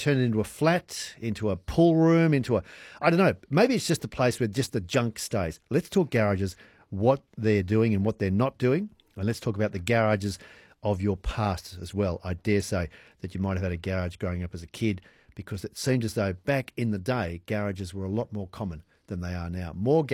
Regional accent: Sydney, New South Wales, Australia; Well, if you looked at, you know, the house that I grew up in Sydney, it's just a kind of shortening of garbage.

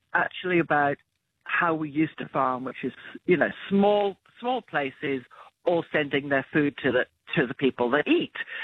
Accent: England, United Kingdom; now in Australia; I grew up in England, so I didn't grow up particularly with skincare protocols, so I'm not the best at looking after my skin.

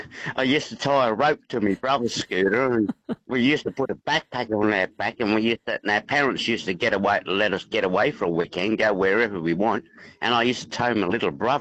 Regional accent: England, United Kingdom; also born or lived in Wollongong / Rockhampton; now in Australia; Well, I come from Wollongong, I come from England originally. But yeah, Wollongong down to Kiama, or then we moved to Rockhampton

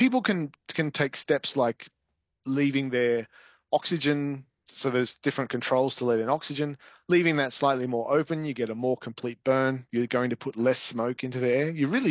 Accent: Queensland, Australia; Well, I'm from Queensland originally. I think I've asked for a chock top down here. I've certainly asked for that in Queensland

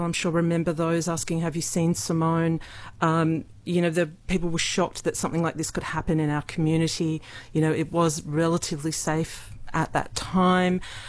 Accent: Lismore, New South Wales, Australia; Well, I grew up in Lismore and I was a photographer at the Northern Star at the time.

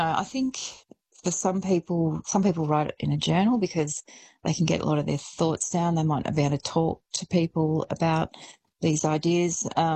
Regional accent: Shepparton, Victoria, Australia; I had a writing workshop up in my hometown of Shepparton only a few weeks ago

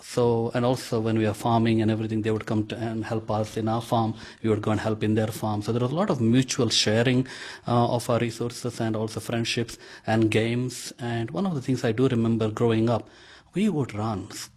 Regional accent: Karnataka, India; first language Konkani; English is a second language; the language we grew up speaking is called Konkani. So that is my mother tongue. You might have heard about Goa. So Goa is a state north of Karnataka, which is my state. So that is the state language there. So we have got a bit of influence from Goa. So that is the mother tongue I grew up talking.

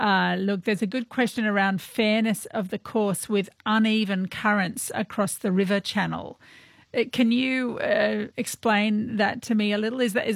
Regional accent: Newcastle, New South Wales, Australia; down here we fancy ourselves Novocastrians if we come from Newcastle.

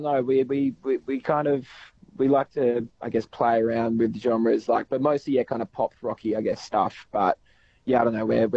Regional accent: Mandurah, Western Australia, Australia; I grew up in Mandurah my whole life, like the south of Mandurah. So I don't know. I originally liked to view of myself as a country boy, but I'm not.

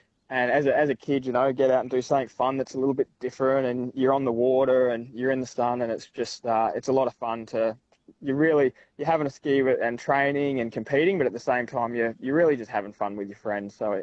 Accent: Albany, Western Australia, Australia; now in Cairns, Australia; represent, Australia and also Albany, my hometown, and Western Australia, my home state.

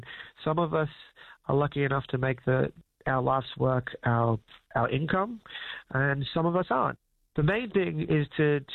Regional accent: Brisbane, Queensland, Australia; We're from Brisbane originally, so we have a lot of love for Queensland.

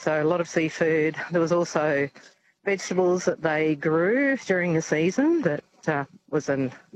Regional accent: Queensland, Australia; now in New South Wales, Australia; I'm a Queenslander in New South Wales now.

